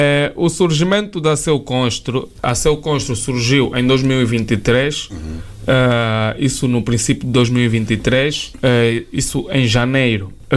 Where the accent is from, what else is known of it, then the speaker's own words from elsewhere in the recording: Angola; moved away; eu sei que quando eu saí de Angola, eu saí de lá e prometi para mim mesmo que eu, quando voltasse aqui, eu tenho de ser o melhor empresário que existe em Angola.